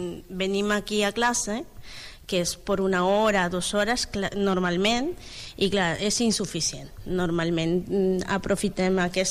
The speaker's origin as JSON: {"language": "Catalan", "country": "Bolivia", "second_language": "Catalan", "moved": "as an adult", "lives_now": "Spain", "said": "Ah, soc boliviana."}